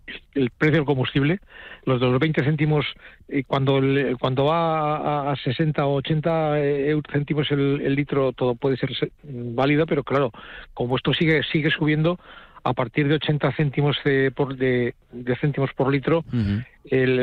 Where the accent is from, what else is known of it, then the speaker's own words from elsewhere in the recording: Spain; Disculparme que hable en castellano, pero es que yo soy castellano parlante y sí.